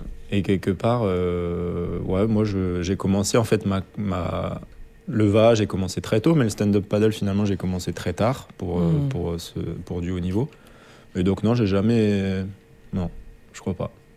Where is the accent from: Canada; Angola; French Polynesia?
French Polynesia; Austral Islands; born there; moved away; je suis né à Rapa. Donc c'est pas Rapa Nui, c'est pas l'île de Pâques, c'est Rapa Iti. Et c'est une île des Australes en Polynésie.